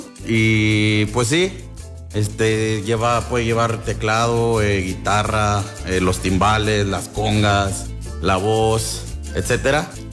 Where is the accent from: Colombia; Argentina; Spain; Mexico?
Mexico; pues ahora sí que uno como mexicano, pues nace creciendo y escuchando música